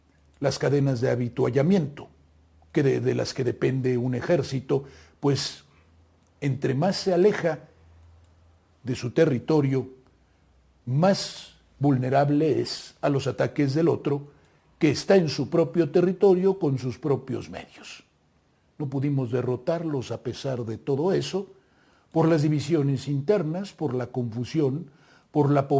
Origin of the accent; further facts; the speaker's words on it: Mexico; Soy mexicano europeo y usted es mexicano asiático, ¿o qué?